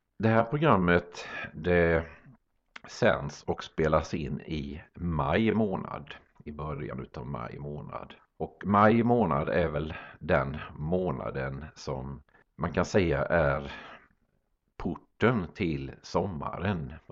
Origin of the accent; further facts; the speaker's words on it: Sweden; Forsrum där jag kommer ifrån.